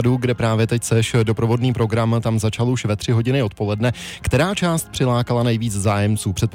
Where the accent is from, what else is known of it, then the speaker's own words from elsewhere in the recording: Litomyšl, Pardubice Region, Czechia; já si jako rodák z Litomyšle říkám